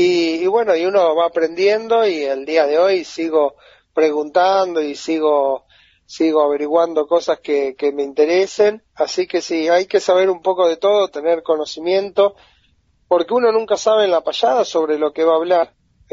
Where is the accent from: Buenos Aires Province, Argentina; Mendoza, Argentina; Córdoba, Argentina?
Buenos Aires Province, Argentina; San Vicente; yo soy de San Vicente, como comentaba. Es una zona ahora urbana, pero cuando yo nací era una zona bastante rural. Mis padres fueron siempre de campo, mi padre corría caballos de carrera, después tuvo un pequeño tambito, así que yo estuve relacionado al campo